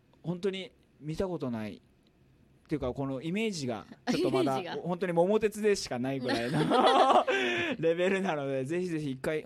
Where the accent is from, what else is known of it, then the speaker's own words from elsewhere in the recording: Okinawa, Japan; 今僕の出身であるこの中山地域っていうところが、ゴーヤの里を宣言してまして